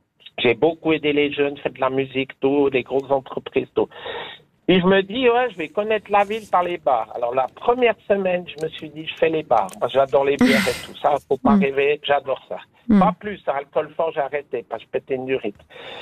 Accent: Lausanne, Vaud, Switzerland; also born or lived in Montreux; Je suis né à Lausanne, j'ai fait 5 ans à Lausanne. Après, j'ai fait Cublan, Montreux, j'ai tout fait.

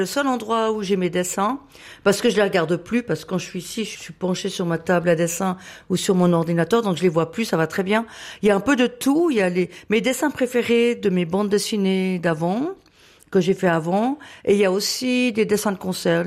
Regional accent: Valais, Switzerland; Je viens du Valais.

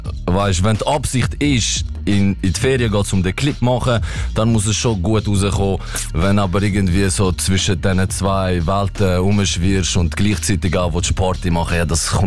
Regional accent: Switzerland; Ich komme aus Pfaffiger Schweiz. Ich bin 22. Ich mache Schweizer Rap

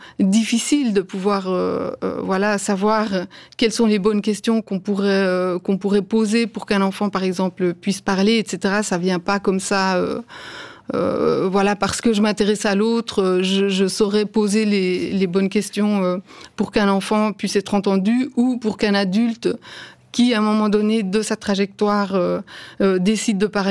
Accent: Jura, Switzerland; moved away as an adult; also born or lived in Geneva; ma famille est jurassienne. Je suis née à Delémont, donc j'ai vécu à Vic. Et j'ai fait mon école primaire là-bas, ensuite j'ai fait le lycée à Porrentruy.

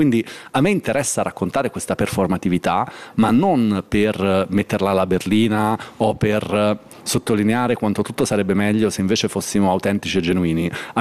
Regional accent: Milan, Lombardy, Italy; born or raised there

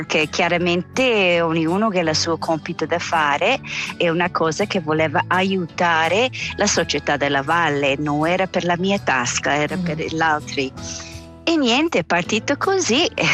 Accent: Canada; now in Switzerland; Sì, sono canadese, mamma spagnola, padre cecoslovacco, erano primo immigranti in Canada e sono nato io.

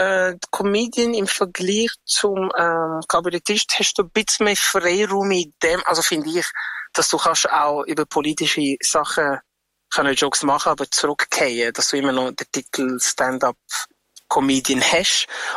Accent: Aargau, Switzerland; Aufgewachsen im Aargau. Und ich glaube, wir, würde ich jetzt mal behaupten, reden am neutralsten.

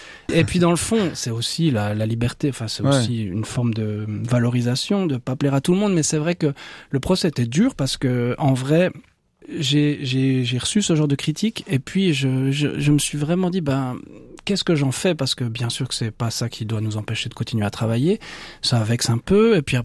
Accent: Porrentruy, Jura, Switzerland; Est-ce qu'on me regarde de haut parce que je suis de Porrentruy ?

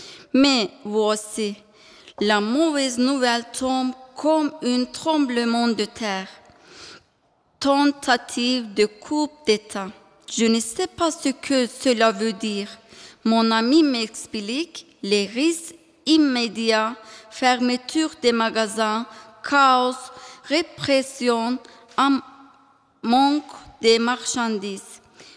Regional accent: Alanya, Antalya, Turkey; moved away as an adult; Je suis mariée à Erkan. Nous venons de Turquie. Nous vivions à Alanya, une très jolie ville sur la côte au sud d'Antalya.

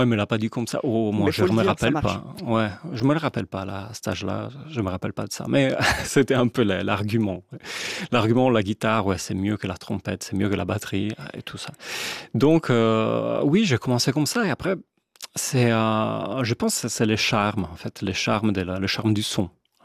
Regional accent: Como, Lombardy, Italy; moved away as an adult; now in Switzerland; je suis italien, je viens de Como, ma ville natale est Como, où j'ai vécu jusqu'à mes 25 ans, avant d'aménager ici en Suisse romande.

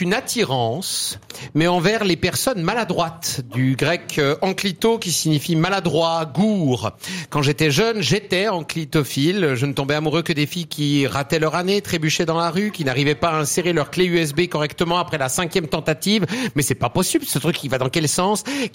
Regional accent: Valais, Switzerland; j'ai grandi en Valais

